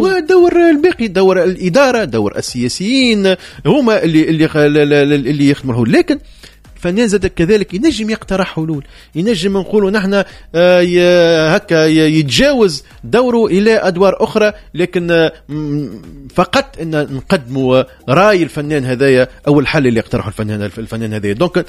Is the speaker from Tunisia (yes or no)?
yes; Tunisia; وهذا صاير عندنا في تونس الداخل